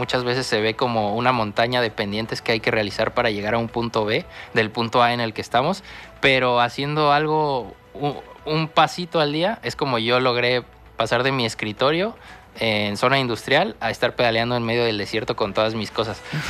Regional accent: Tabasco, Mexico; ya extrañaba las subidas porque vengo de Tabasco y es plano todo.

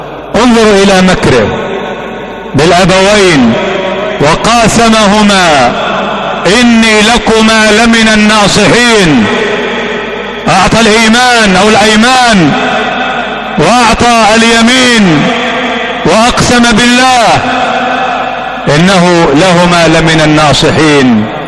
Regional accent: Yemen

